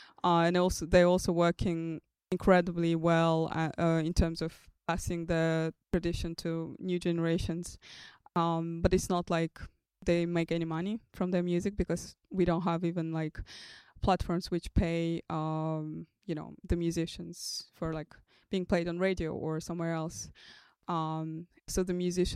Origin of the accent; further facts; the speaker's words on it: Dushanbe, Tajikistan; it's like an experimental portrait of collective memory of my hometown, Dushanbe, which does not exist anymore the way I remember it, or my generation remembers it, because there was like the civil war after the collapse of the Soviet Union